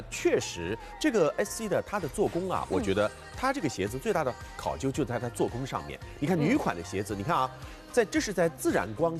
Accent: Shanghai, China; 阿拉上海人讲叫 emasa

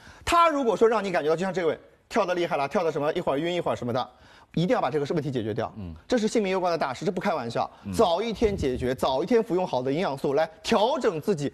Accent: Shanghai, China; 观众朋友们，入不敷出这件事情，我们上海人啊，其实对这个能量的消耗有一个非常形象的一个比喻

